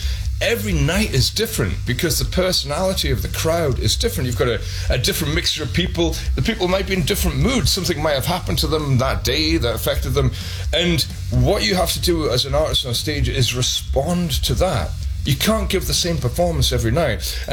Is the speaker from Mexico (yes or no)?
no; United Kingdom; accent: mixture of Geordie and Glasgow; also born or lived in Newcastle upon Tyne, United Kingdom / Glasgow, United Kingdom; now in Paris, France; So my accent is a weird accent. I've got a mixture of Geordie, which is the northeast of England, and Glasgow, which is the west coast of Scotland.